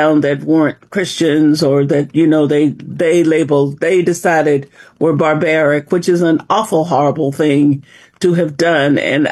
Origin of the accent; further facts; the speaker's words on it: El Dorado, Arkansas, United States; moved away as an adult; also born or lived in California, United States; now in Georgia, United States; I was born in El Dorado, Arkansas. I lived in Arkansas until I was 18, left there, mm-hmm. went to California to college